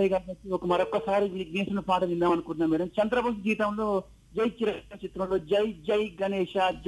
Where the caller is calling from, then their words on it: Choutuppal, Telangana, India; మాది యాదాద్రి భువనగిరి జిల్లా చౌటుపల్లి నుంచి.